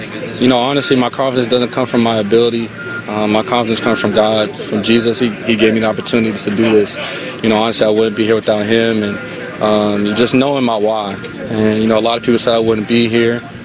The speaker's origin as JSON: {"language": "English", "town": "Dallas", "region": "Texas", "country": "United States", "tie": "born or raised there", "moved": "yes", "said": "I grew up in Dallas, Texas. I went to Allen."}